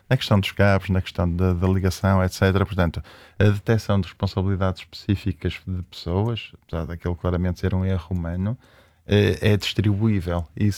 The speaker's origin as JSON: {"language": "Portuguese", "town": "Braga", "region": "Norte", "country": "Portugal", "said": "porque eu sou de Braga"}